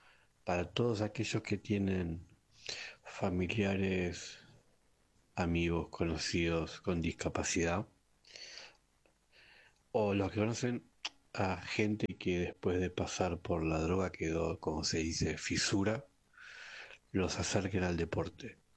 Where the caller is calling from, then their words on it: Ramos Mejía, Buenos Aires Province, Argentina; de Ramos Mejía.